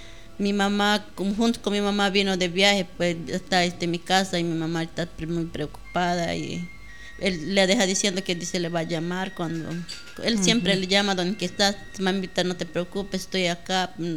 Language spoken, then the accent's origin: Spanish; Junín, Peru; Somos natural de Betania, de Río Tambo